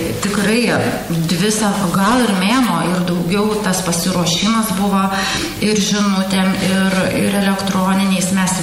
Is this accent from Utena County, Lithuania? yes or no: yes; Utena, Utena County, Lithuania; visi matys, kad mes iš Utenos, kad mes atstovaujam Uteną.